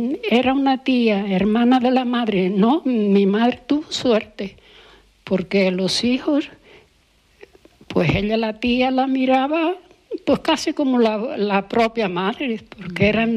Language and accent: Spanish; Fuencaliente, Canary Islands, Spain; born there; El barrio de las Indias, que es donde yo nací, mi familia.